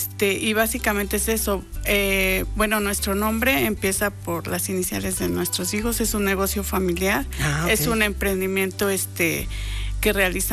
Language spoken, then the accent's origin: Spanish; Mexico; porque pues ahora en México nosotros pues ya culturalmente pues tenemos que tener pues básicamente otro idioma, ¿no? Como el inglés para nuestros hijos